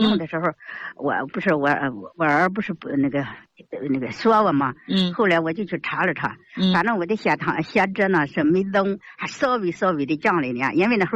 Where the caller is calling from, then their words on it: Weifang, Shandong, China; 我是潍坊的。